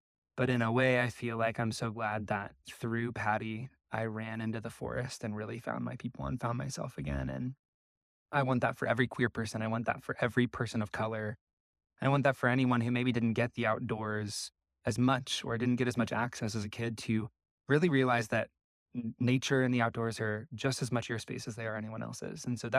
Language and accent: English; Nebraska, United States; moved away; growing up in Nebraska, nature was my first safe space as a queer kid. I knew I was queer at a very young age.